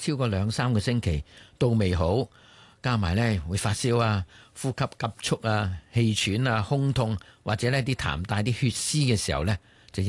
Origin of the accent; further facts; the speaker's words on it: Guangdong, China; 我哋廣東人咧叫舌頭做脷噶嘛，